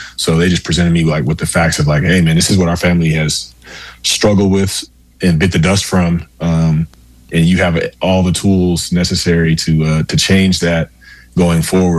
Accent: Atlanta, Georgia, United States; I grew up in the Atlanta area

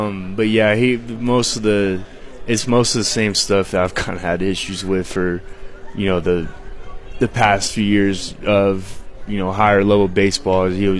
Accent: Houston, Texas, United States; we're both from the Houston area

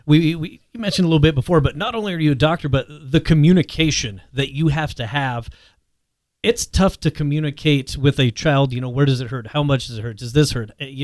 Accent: Ekalaka, Montana, United States; now in Billings, United States; I'm from Ekalaka, which is the end of the earth.

